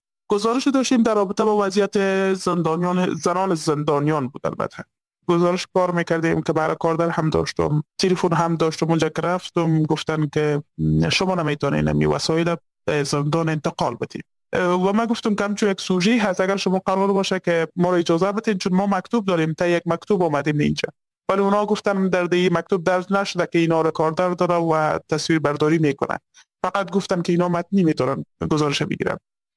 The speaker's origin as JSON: {"language": "Persian", "country": "Afghanistan", "said": "چون من خودم یک از در خانواده های البته افغانی به دنیا آمدیم"}